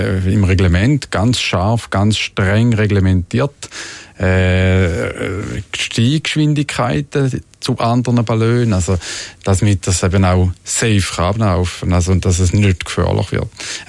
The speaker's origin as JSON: {"language": "German", "region": "Thurgau", "country": "Switzerland", "tie": "born or raised there", "said": "Ich bin im Thurgau aufgewachsen"}